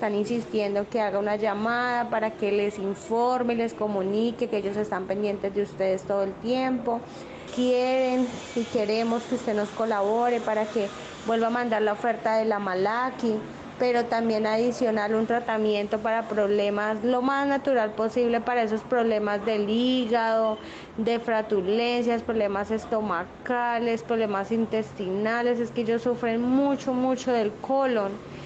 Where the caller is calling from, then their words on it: Fresno, Tolima, Colombia; de Fresno, Tolima.